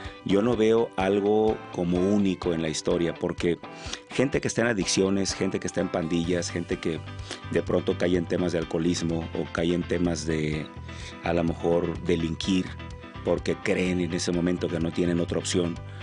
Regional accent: Acapulco, Guerrero, Mexico; soy acapulqueño, nací en Acapulco.

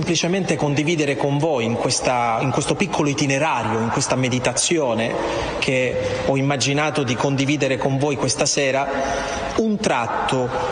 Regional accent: Mesagne, Apulia, Italy; vengo da un paese un po' più giù di Bari, Mesagne

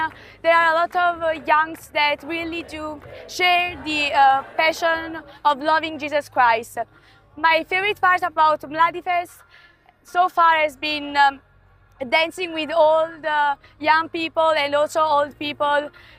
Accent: Italy; English is a second language; I come from Italy.

